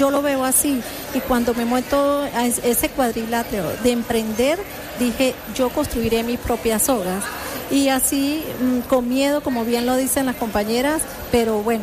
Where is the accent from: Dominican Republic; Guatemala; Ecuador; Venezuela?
Venezuela; moved away as an adult; now in Gijón, Spain; Yo soy venezolana.